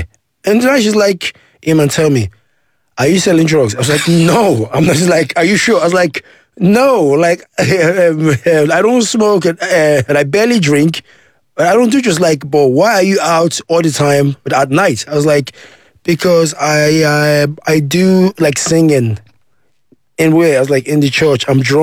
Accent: Nigeria; I'm Nigerian.

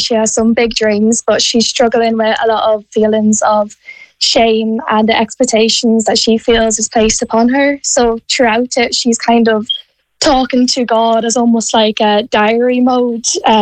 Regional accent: Newbridge, Kildare, Ireland; moved away as an adult; now in United Kingdom; kind of growing up in Newbridge and growing up in like the school I went to as well. I think especially from moving to the UK after school, realising that the schooling experience in Ireland is actually a bit of a, not a novelty

